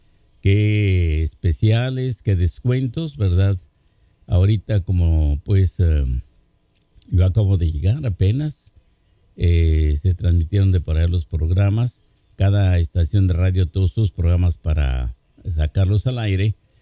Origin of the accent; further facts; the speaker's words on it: Durango, Mexico; que estoy tratando de hacer una cabina de radio en Durango, ¿verdad? Para cuando yo viaje por allá a mi tierra